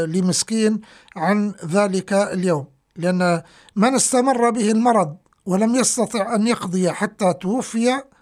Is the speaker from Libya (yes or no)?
yes; Libya